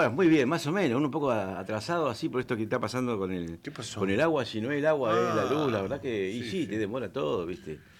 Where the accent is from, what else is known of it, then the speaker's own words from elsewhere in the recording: Río Gallegos, Santa Cruz, Argentina; born there; Yo nací acá en Río Gallegos